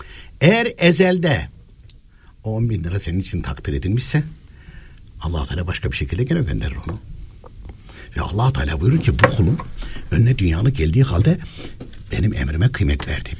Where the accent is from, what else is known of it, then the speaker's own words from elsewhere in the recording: Anatolia, Turkey; born there; Şimdi Anadolu'da var hala öyle kuyular. Çünkü benim köyümde de vardı öyle kuyu.